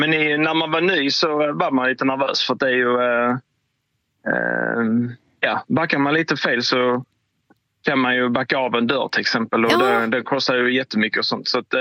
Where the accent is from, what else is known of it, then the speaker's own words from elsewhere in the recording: Ystad, Skåne, Sweden; now in Staffanstorp, Sweden; Ja, jag bor i Staffanstorp nu, men jag är från Ystad egentligen. Så jag har precis flyttat till Staffanstorp.